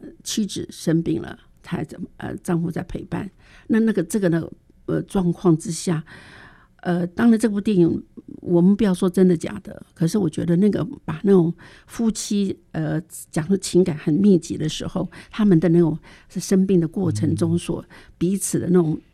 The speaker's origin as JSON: {"language": "Chinese", "country": "Taiwan"}